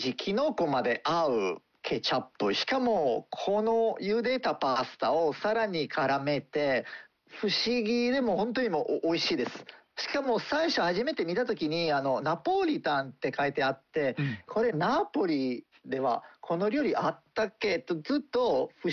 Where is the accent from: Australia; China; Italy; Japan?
Italy; Piedmont; moved away; 僕もピエモンテ出身なので、